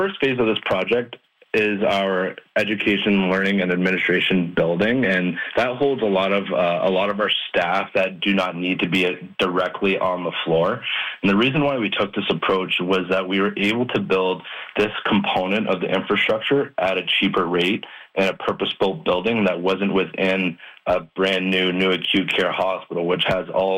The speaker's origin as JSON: {"language": "English", "town": "Hamilton", "region": "Ontario", "country": "Canada", "moved": "as an adult", "lives_now": "Windsor, Canada", "said": "I'm from Hamilton originally, but relocated here about 4 years ago."}